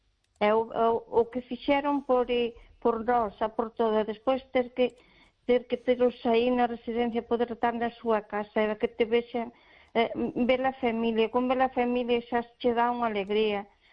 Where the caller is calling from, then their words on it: Malpica, Galicia, Spain; De Malpica.